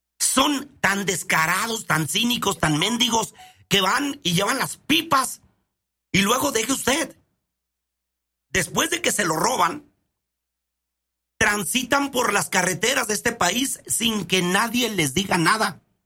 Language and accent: Spanish; Mexico